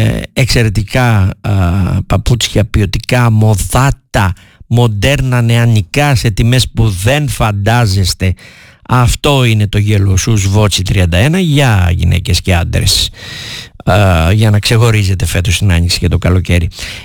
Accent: Greece; που είμαι Έλληνας, που ανήκω σε αυτή τη φυλή των Ελλήνων

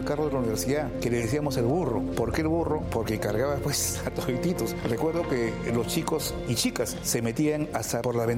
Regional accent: Lince, Lima, Peru; Nací en mi casa en Lince, el 26 de agosto de 1958. Antiguamente, pues, nací en las casas. Estudié primaria en la Escuela Primera de Varones, número 5740, en Lince, al costado de la parroquia, frente al Parque Pedro Ruiz Gallo.

